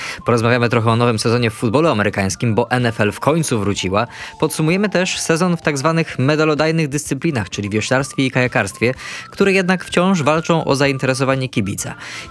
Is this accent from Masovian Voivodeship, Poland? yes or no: yes; Warsaw, Masovian Voivodeship, Poland; obaj jesteśmy z Warszawy